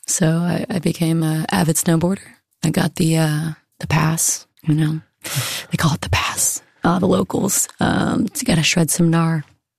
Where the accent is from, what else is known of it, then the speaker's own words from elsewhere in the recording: Florida, United States; Because again, I'm from Florida